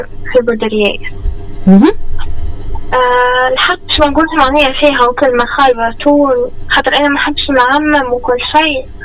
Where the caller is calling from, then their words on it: Sbiba, Kasserine Governorate, Tunisia; نحن من سبيدلة